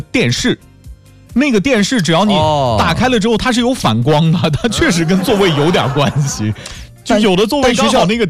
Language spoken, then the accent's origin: Chinese; Henan, China; 我是河南的。